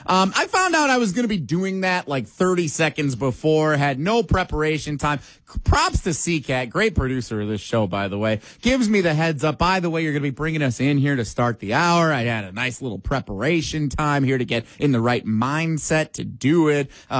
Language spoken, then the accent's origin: English; Muskego, Wisconsin, United States; Look, I'm born and raised in Muskego, Wisconsin